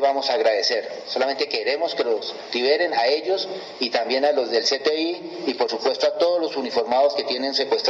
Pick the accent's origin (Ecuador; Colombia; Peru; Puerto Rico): Colombia; Lo repudiamos como policía y como colombianos.